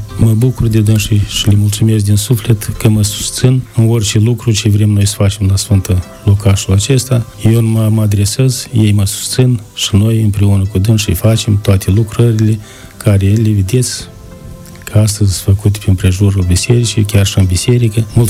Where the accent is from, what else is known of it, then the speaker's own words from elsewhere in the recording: Holercani, Dubăsari District, Moldova; sunt născut în satul acesta și cu multă dragoste, cu inima chiar plină, am vrut ca să slujesc în satul meu natal, unde am și copii, unde am casă, unde am masă